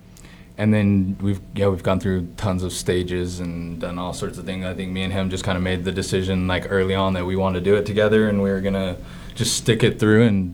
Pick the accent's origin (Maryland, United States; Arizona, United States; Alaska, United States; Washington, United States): Washington, United States; now in Utah, United States; I grew up in Washington State.